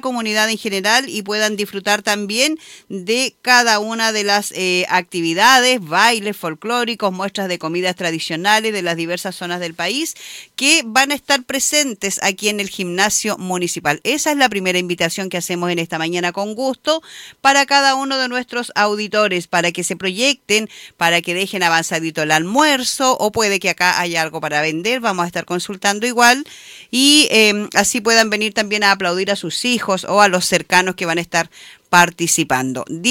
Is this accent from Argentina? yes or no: no; Melinca, Aysén, Chile; eso nos enorgullece también como melincanas, como guaitequeros